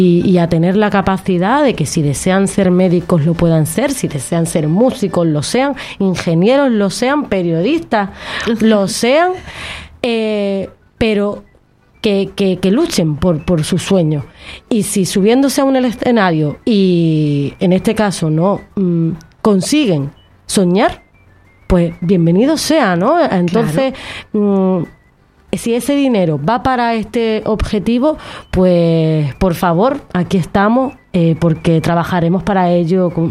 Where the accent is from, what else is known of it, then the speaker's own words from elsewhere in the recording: Andalusia, Spain; accent: Andalusian; now in Canary Islands, Spain; se me puede notar en el acento, yo no soy de aquí, soy andaluza.